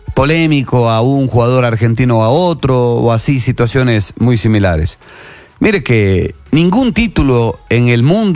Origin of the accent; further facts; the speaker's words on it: Ecuador; en esa época era niño, tenía 12 años. Obviamente como ecuatoriano, como sudamericano